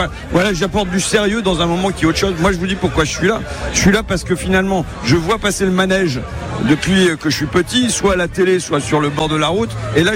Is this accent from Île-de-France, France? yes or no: no; Hauts-de-France, France; je passais mes étés chez moi, en Picardie.